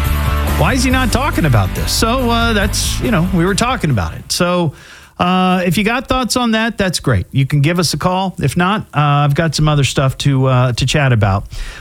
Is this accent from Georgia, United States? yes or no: no; Beavercreek, Ohio, United States; I grew up in Beaver Creek, so the mall that I primarily went to with my friends, my mom and dad, whoever, was the Dayton Mall.